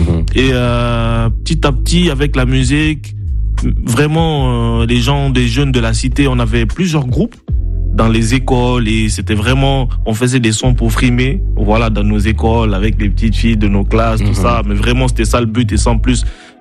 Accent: Kamsar, Boké, Guinea; Je viens de Kamsar, justement, c'est pas Conakry, c'est à peu près 300 km de Conakry, c'est un peu reculé, donc une ville industrielle. Et heureusement, sincèrement, on n'a pas vraiment grandi dans la précarité, parce que c'est une ville d'export

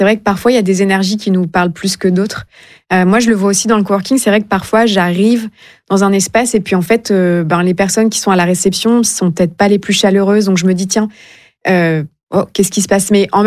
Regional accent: Réunion; born there; moved away; also born or lived in France; Je suis française, mais j'ai grandi aussi à La Réunion. Donc, j'ai grandi dans une île, dans un dom-tom.

